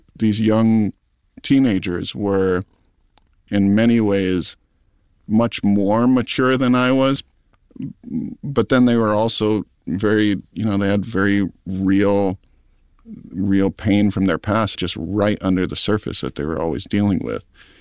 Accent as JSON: {"language": "English", "town": "Maui", "region": "Hawaii", "country": "United States", "tie": "born or raised there", "said": "I grew up on Maui. I think I didn't realize how sheltered I was until I was working at that group home."}